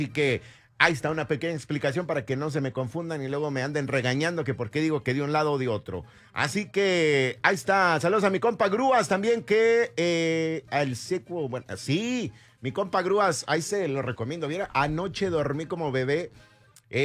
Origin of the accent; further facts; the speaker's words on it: Cuautla, Morelos, Mexico; moved away; also born or lived in Puebla; Pero mis raíces son de Puebla, por eso siempre digo a los paisanos poblanos. En Cuautla, allá en Morelos, tampoco nací, pero crecí en Morelos. Allá sí, fui toda la primaria, un año de secundaria, que por cierto, no es secundaria, era telesecundaria.